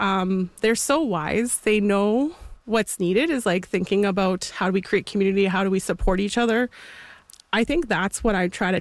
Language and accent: English; Winnipeg, Manitoba, Canada; So my family, we're from Pikishish Cree Nation on Treaty 4 territory, so in Saskatchewan, but I was born and raised in Winnipeg, and I also am Métis